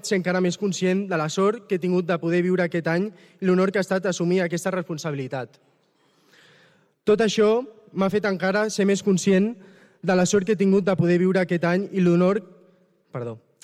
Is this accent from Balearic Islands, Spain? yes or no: no; Sitges, Catalonia, Spain; el nom de Sitges associat a uns fets que no representen el meu poble.